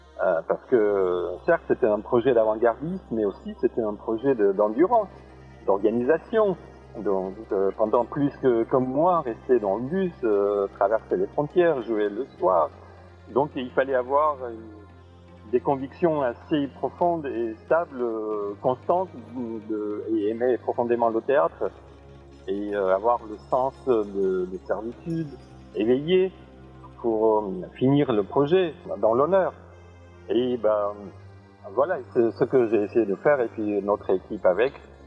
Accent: Armenia; now in France; Oui, c'est vrai, j'ai quitté l'Arménie en 90, donc ça fait 35 ans que je vis en France.

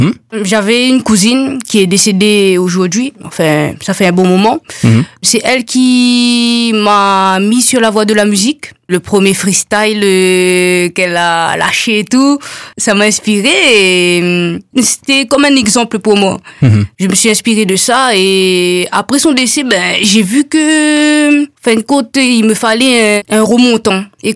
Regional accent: Réunion, France; now in Toulouse, France; Je suis originaire de la Réunion et depuis toute petite, j'adore la musique.

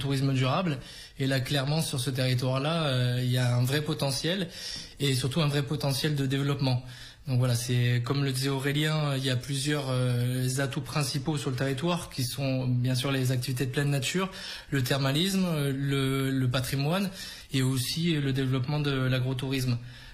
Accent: Avignon, Provence-Alpes-Côte d'Azur, France; born there; moved away as an adult; also born or lived in Lille / Spain / Brazil / Belize; now in Bédarieux, France; Alors, je suis d'origine d'Avignon. Enfin, je suis né à Avignon.

